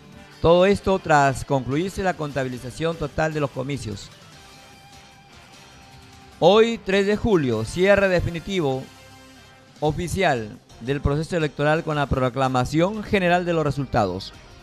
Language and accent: Spanish; Peru; necesitamos juntos desarrollarnos como peruanos en paz.